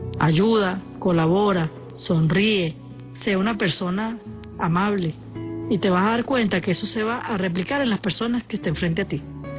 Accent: Venezuela; Entonces, nosotros como venezolanos tenemos esa capacidad, ese mecanismo mental de salir adelante con una sonrisa.

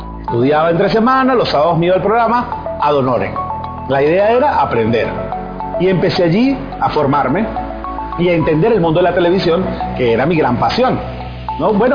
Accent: Maracaibo, Zulia, Venezuela; moved away; maracucho de la familia. Entonces eso es bien particular porque, bueno, en la casa era una fusión de culturas bien interesantes, ¿no? Nací allá, estudié primaria, secundaria, no pensaba en algún momento moverme de la ciudad.

